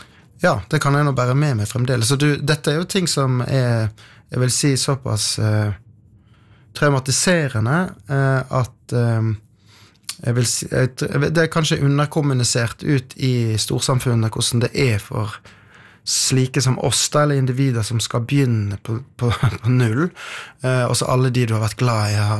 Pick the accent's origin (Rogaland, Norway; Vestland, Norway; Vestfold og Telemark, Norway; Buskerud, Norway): Vestland, Norway; Odda; moved away; så jeg hadde ikke dette her i Jehovas vitne sløret bak, hengende bak meg, som hjemme i Odda.